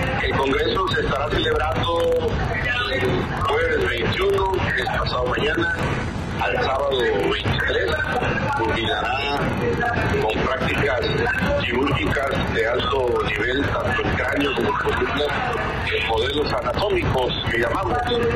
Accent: Acapulco, Guerrero, Mexico; con mucho orgullo por ser acapulqueño y por ser guerrerense.

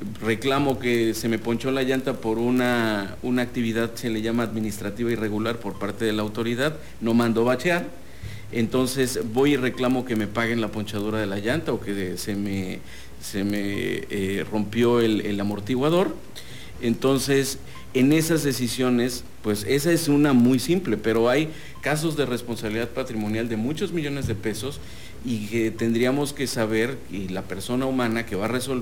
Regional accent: Tabasco, Mexico; now in Mexico City, Mexico; Yo soy tabasqueño, pero claro, Vivo allá en la Ciudad de México

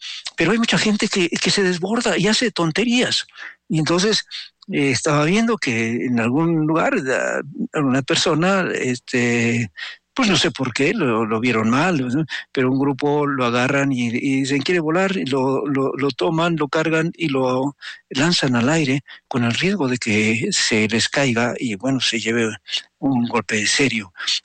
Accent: Mexico; que nos haga ver que somos mexicanos.

